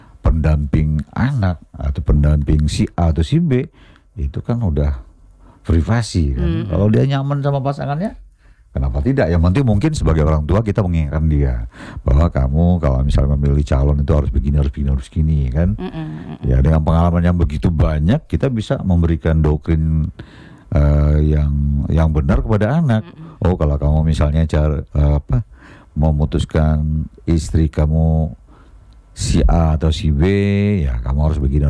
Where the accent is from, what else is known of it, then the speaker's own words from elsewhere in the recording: Sumatra, Indonesia; moved away; Saya orang Sumatera, istri saya orang Sumatera.